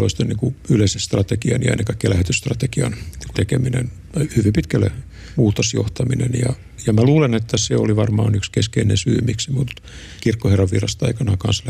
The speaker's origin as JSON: {"language": "Finnish", "town": "Vaasa", "region": "Ostrobothnia", "country": "Finland", "tie": "born or raised there", "said": "Vaasahan on mun kotikaupunki, mä oon syntynyt ja kasvanut siellä."}